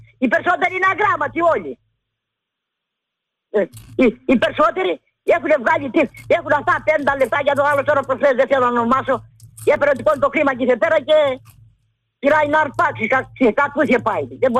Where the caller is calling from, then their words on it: Peloponnese, Greece; Εγώ είμαι από την Αρκαδία.